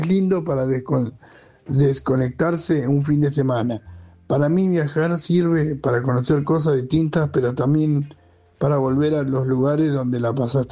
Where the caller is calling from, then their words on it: Marcos Paz, Buenos Aires Province, Argentina; de Marcos Paz y un saludo grande para toda la, para todo el, te escucho.